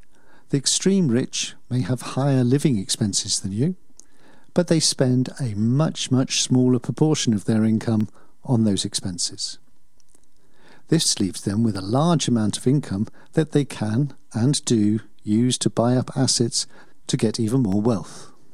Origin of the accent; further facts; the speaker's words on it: England, United Kingdom; now in Obertrum, Austria; just joined us … I'm an Englishman living in Obertram